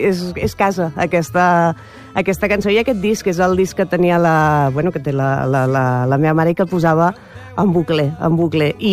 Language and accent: Catalan; Mataró, Catalonia, Spain; jo soc de Rocafonda també, com el Lamin Jamal